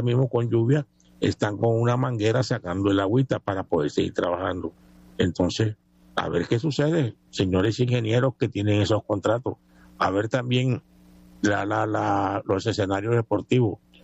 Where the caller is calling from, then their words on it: San Andrés, San Andrés, Providencia and Santa Catalina, Colombia